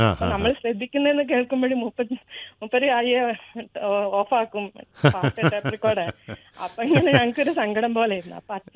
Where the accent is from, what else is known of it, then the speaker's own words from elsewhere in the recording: Payyoli, Kerala, India; born there; എന്റെ വീട് പയ്യോളിയാണ്.